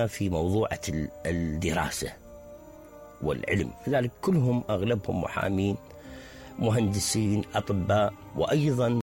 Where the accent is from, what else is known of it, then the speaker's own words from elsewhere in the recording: Southern Iraq, Iraq; ربما احنا في المناطق الجنوبية، وربما اتحدث عن عشيرتي